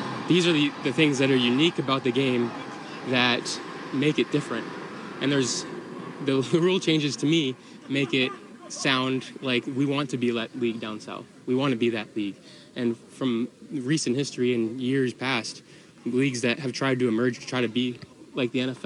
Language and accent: English; Ontario, Canada; moved away as an adult; I grew up in Ontario, played Canadian football rules all my life